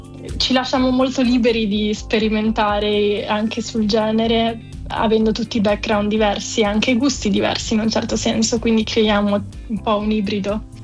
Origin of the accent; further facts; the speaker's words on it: Trentino-Alto Adige, Italy; Ci siamo conosciuti in università. Siamo un gruppo un po' misto. Io e la bassista veniamo dall'Alto Adige e gli altri ragazzi sono della Germania.